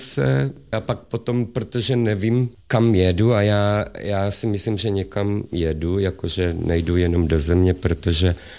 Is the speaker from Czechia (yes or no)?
no; southern Slovakia, Slovakia; born there; first language Hungarian; Czech is a second language; protože doma jsme mluvili maďarsky, my jsme byli odsunutí za dekrétu. Takže jsme někde skončili na hranicích Jižního Slovenska s Maďarskem. Babička říkala, že tam je vysadili, poslali do pole a tam jsme byli a tam jsem se narodil já.